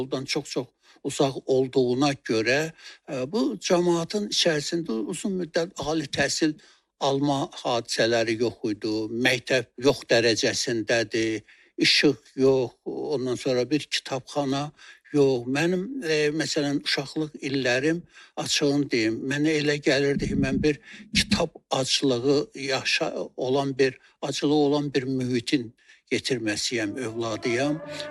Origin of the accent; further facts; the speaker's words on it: Yukhari Qiyamatdinli, Aghjabadi District, Azerbaijan; born there; Yəni 1954-cü ilin fevralın 16-sında Ağcabədi rayonunun Qiyamətdinli kəndində, indiki adı Yuxarı Qiyamətdinlidir. Orda anadan olmuşam.